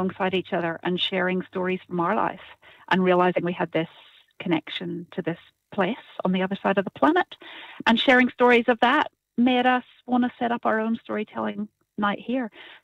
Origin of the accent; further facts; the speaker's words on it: Belfast, Northern Ireland, United Kingdom; moved away; I'm actually from Belfast.